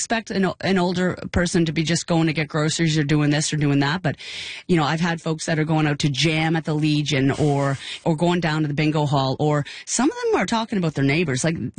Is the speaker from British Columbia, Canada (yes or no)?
no; Dartmouth, Nova Scotia, Canada; moved away as an adult; now in Toronto, Canada; I've been in Toronto now living in Toronto for 12 years, and I'm from Dartmouth, Nova Scotia.